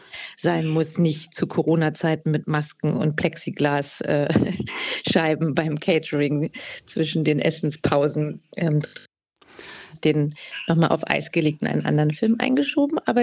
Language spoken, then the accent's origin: German; East Germany, Germany; weil ich komme selber aus Ostdeutschland